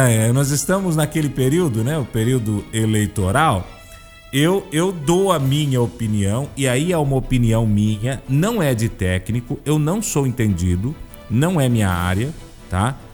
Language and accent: Portuguese; Brazil